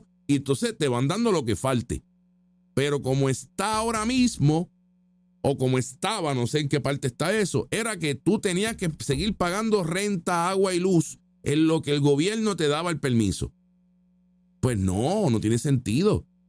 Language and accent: Spanish; Puerto Rico; porque nosotros también somos estadounidenses, somos puertorriqueños americanos.